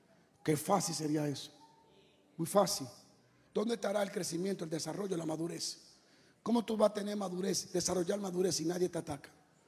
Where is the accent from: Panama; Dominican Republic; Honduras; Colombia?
Dominican Republic; Yo soy dominicano.